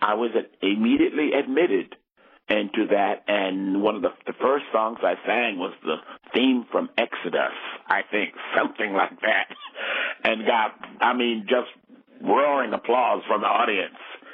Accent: Bridgeport, Connecticut, United States; also born or lived in Florence, South Carolina; I was born just outside of Florence, South Carolina. And what we jokingly refer to as barefoot country on the farm. But at the age of 13, my family sort of migrated to Bridgeport, Connecticut. So I spent my formative years in high school growing up in Bridgeport, Connecticut.

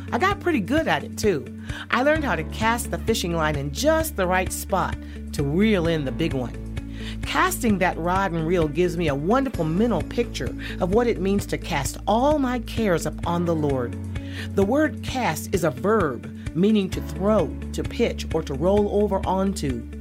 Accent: Michigan, United States; Growing up in Michigan, the land of great lakes, rivers, and streams

